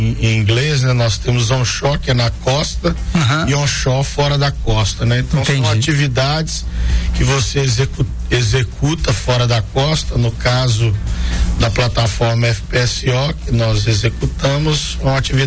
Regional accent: Timóteo, Minas Gerais, Brazil; moved away as an adult; Eu sou daqui, natural aqui de Timóteo, no Vale do Aço, né? Aos 18 anos, eu fui morar fora

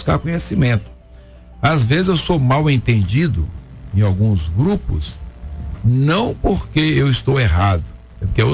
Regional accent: Timóteo, Minas Gerais, Brazil; born there; Nasci em Timóteo, em 1963

